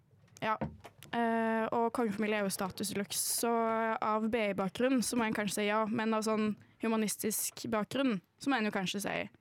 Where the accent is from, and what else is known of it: Karmøy, Rogaland, Norway; now in Oslo, Norway